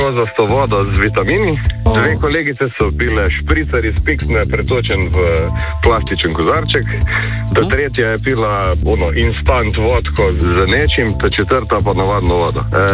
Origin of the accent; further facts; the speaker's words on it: Lower Carniola, Slovenia; now in Styria, Slovenia; jaz sem v osnovi iz Dolenjske, zdaj sem naturaliziran Štajer, tako da tu se redko zgodi, da jaz kako vodo plačam.